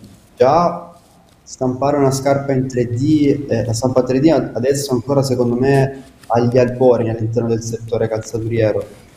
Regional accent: Casarano, Apulia, Italy; noi non sapevamo minimamente come si realizza una scarpa tradizionale, nonostante se io e Marco siamo nati e cresciuti a Caserano

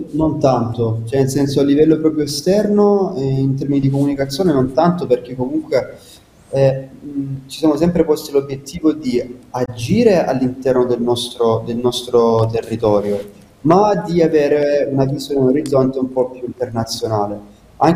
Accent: Casarano, Apulia, Italy; born or raised there

